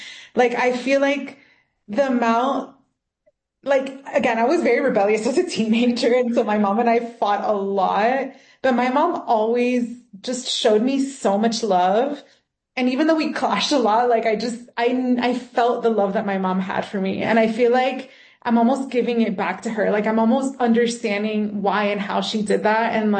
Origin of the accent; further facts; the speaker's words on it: Miami, Florida, United States; moved away as an adult; now in Mexico; I grew up in Miami.